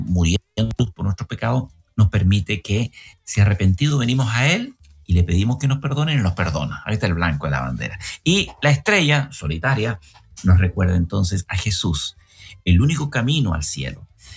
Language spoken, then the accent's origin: Spanish; Chile